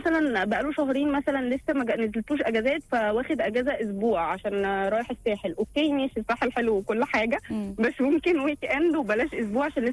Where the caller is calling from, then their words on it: Egypt; احنا كمصريين